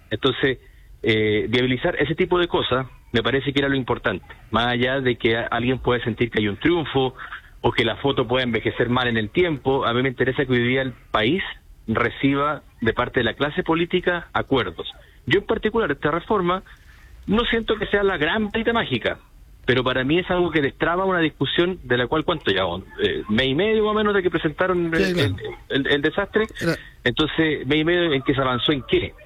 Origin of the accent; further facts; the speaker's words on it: Magallanes, Chile; Entonces, yo estoy cansado, uno como chileno, pero además como magallánico, con el manoseo que se ha dado a Estrecho Magallanes.